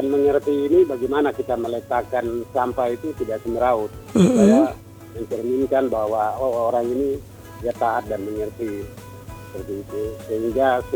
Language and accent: Indonesian; Biak, Papua, Indonesia; now in Timika, Indonesia; kita orang Biak atau orang Serui atau suku Biak yang di Papua bagian utara